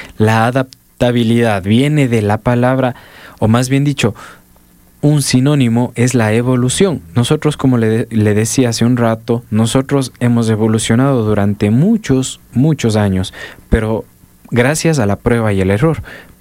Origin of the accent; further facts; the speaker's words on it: Ecuador; nuestra realidad como ecuatorianos